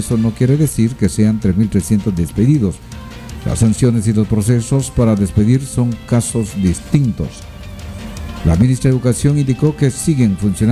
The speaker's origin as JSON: {"language": "Spanish", "country": "Guatemala", "said": "como guatemaltecos, como maestros o profesionales o residentes en este territorio de la zona norte del país"}